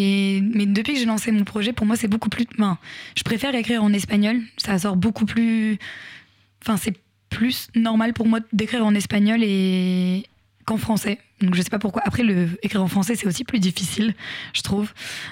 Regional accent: Normandy, France; Donc, je suis retournée en Normandie parce que je suis originaire de Basse-Normandie.

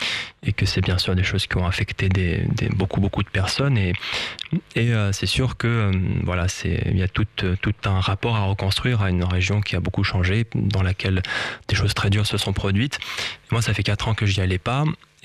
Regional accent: France; born there; L'attaquer, c'est donc la ville de mes parents. Moi, je suis né en France, mais mes parents sont tous les deux syriens de l'attaquer, cette ville qui est sur la côte syrienne.

